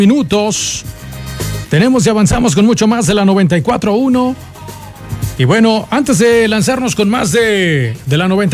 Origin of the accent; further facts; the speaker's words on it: Mexico; dejamos todo para el último como buenos mexicanos